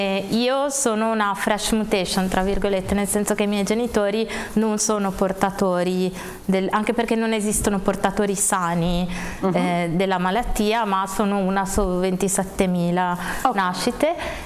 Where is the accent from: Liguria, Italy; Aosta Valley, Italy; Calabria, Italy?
Liguria, Italy; Genoa